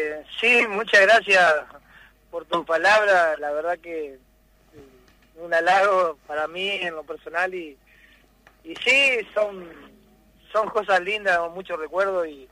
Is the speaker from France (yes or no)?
no; Concepción, Tucumán, Argentina; Sí, yo soy del barrio de La Concepción, y me inicié, sí, en equipos de fútbol infantil